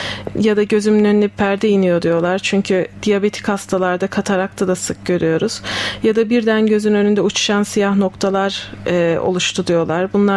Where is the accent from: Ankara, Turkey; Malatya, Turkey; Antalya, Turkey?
Ankara, Turkey; born there; Ankara doğumluyum. Ankara Fen Lisesi'nden mezunum.